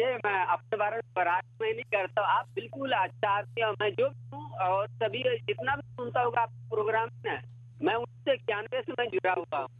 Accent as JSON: {"language": "Hindi", "region": "Bihar", "country": "India", "said": "मैं ये चीज मैं बोलता हूँ मैं बिहारी हूँ"}